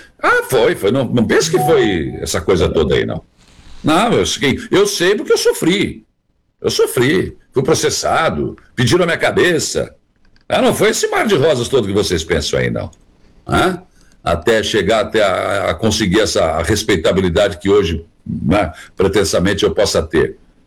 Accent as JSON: {"language": "Portuguese", "town": "Rio Grande", "region": "Rio Grande do Sul", "country": "Brazil", "tie": "born there", "moved": "yes", "lives_now": "Araranguá, Brazil", "said": "E hoje eu vou a Rio Grande, na cidade onde eu nasci, e eu não me sinto mais um rio-grandino, como eles dizem lá, eu me sinto araranguaense."}